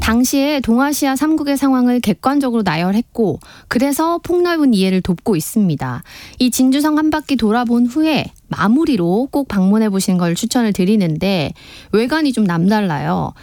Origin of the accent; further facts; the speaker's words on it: Miryang, South Gyeongsang, South Korea; 밀양이 제 고향이잖아요.